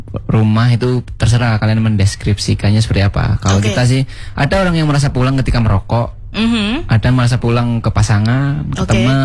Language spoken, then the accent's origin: Indonesian; Lawang, East Java, Indonesia; Lawang. Katakanlah Malang Pasuruan.